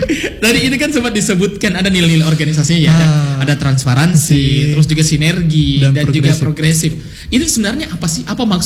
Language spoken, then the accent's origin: Indonesian; Makassar, South Sulawesi, Indonesia; kita tahu lah ya kalau kita Makassar dan sekitarnya